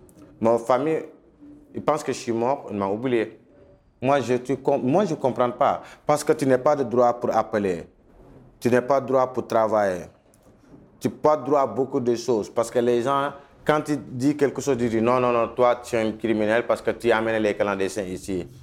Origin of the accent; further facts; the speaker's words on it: Senegal; now in Italy; moi je suis sénégalais.